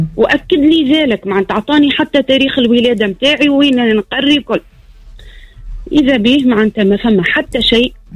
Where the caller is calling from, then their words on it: Sfax, Sfax Governorate, Tunisia; انا مواطنة من صفاقس.